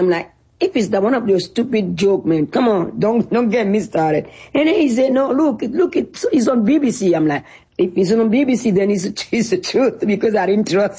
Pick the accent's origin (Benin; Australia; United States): Benin; because I'm still that curious little girl growing up in Benin